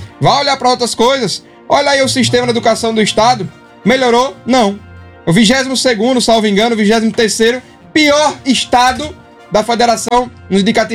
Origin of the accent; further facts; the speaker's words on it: Itabaiana, Sergipe, Brazil; Porque lá foi onde eu nasci, lá onde eu me criei.